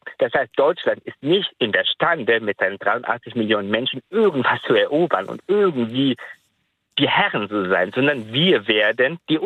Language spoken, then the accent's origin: German; Sri Lanka; German is a second language; now in Germany; ich bin ein Weltbürger, dann bin ich Europäer, dann bin ich Deutscher und ursprünglich komme ich aus Sri Lanka.